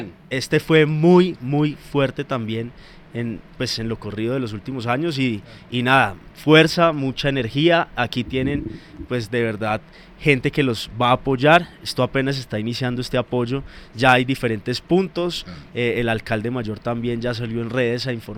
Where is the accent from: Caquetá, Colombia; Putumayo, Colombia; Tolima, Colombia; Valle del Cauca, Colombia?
Valle del Cauca, Colombia; Cali; born there; now in Bogotá, Colombia; nací en Cali